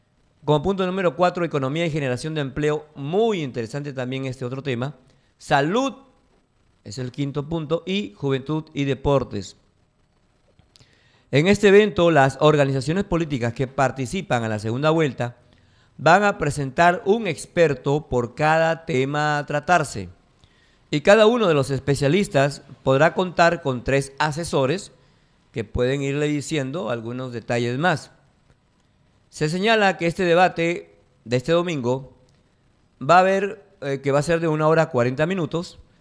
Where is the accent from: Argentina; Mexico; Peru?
Peru